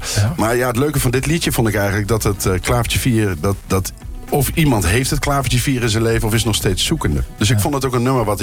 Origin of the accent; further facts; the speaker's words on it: Kampen, Overijssel, Netherlands; ik kom uit Kampen. Eigenlijk muzikale stad Kampen.